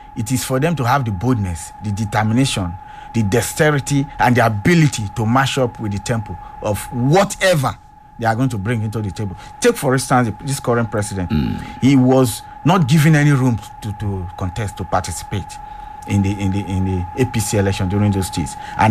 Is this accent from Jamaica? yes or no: no; Nigeria; From my view, as a politician, as an analyst, as a Nigerian, yeah